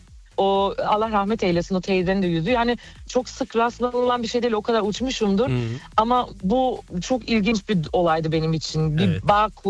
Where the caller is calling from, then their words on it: Friedberg, Hesse, Germany; Friedberg'den.